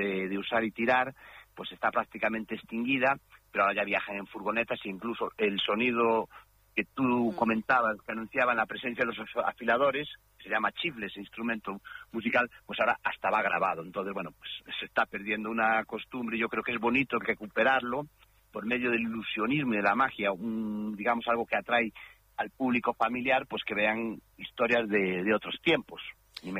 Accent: Galicia, Spain; yo soy de Galicia, pues si no se nota, el afilador es una profesión gallega

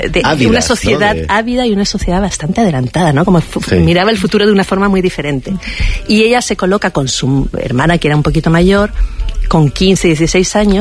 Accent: Chile; born there; Sí, bueno, yo nací en Chile, mi madre es chilena, hija de todas las mezcolanzas de ahí de Chile, ¿no? Y mi padre es español.

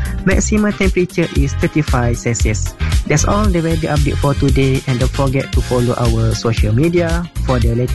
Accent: Malaysia; from Malaysia.

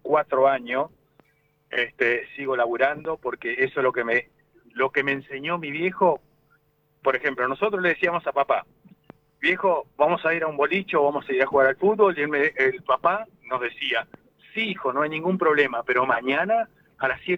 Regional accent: Chajarí, Entre Ríos, Argentina; born there; moved away; nosotros venimos desde Entre Ríos, de un pueblito cercano a Chajarí.

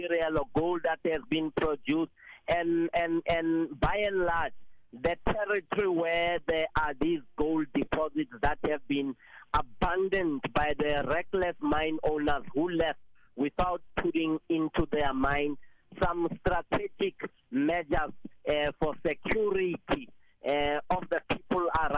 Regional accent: Bekkersdal, Gauteng, South Africa; starting from my hometown. You know, I'm from Bekkersdal.

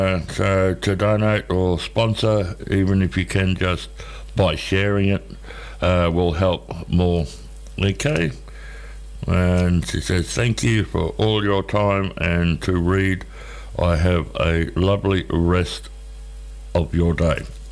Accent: Walgett, New South Wales, Australia; After hearing the news, another lady in my hometown of Walgett has been diagnosed.

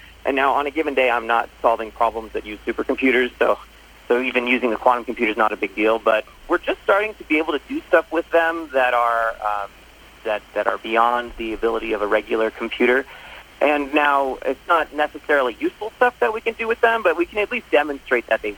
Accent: New York City, New York, United States; I was from New York, and I thought, you know, I'm from a, you know, really big city, but I haven't really experienced that much life outside of the city

